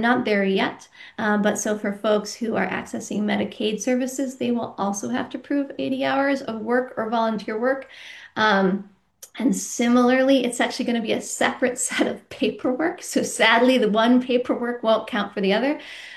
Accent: Washington, United States; I grew up in Western Washington.

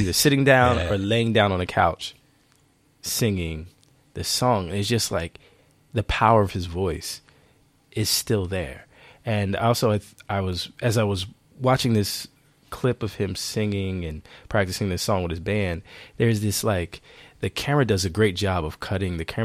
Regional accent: New Jersey, United States; So I grew up in New Jersey, but in the summers we'd go back and forth to South Carolina.

